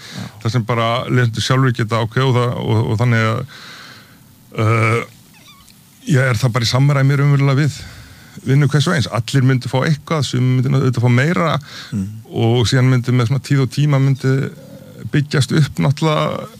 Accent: United Kingdom; also born or lived in Norway; þá hérna ólst ég upp í Bretland og Noregi sem að hérna sem er nú kannski ekki mjög langt í burtu

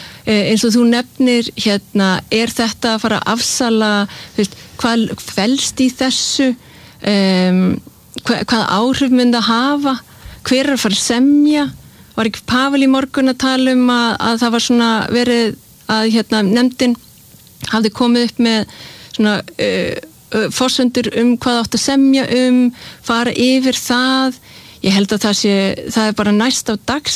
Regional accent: Denmark; ég meina ég ólst upp í Evrópusambandinu ég veit nákvæmlega hvaða kostir og hvaða gallar ég meina ég ólst upp í Danmörku

